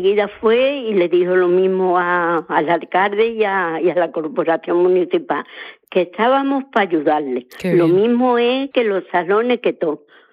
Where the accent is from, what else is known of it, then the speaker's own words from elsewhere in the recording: Zalamea la Real, Andalusia, Spain; born there; Yo nací en Zalamea.